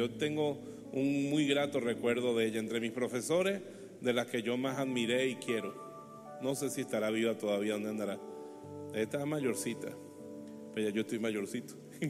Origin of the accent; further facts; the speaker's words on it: Bejuma, Carabobo, Venezuela; el basurero que es la entrada de mi pueblo, horrorosamente, el basurero de Bejuma